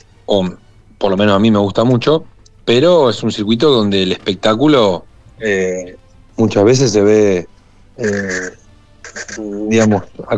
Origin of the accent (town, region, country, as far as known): Santa Fe, Argentina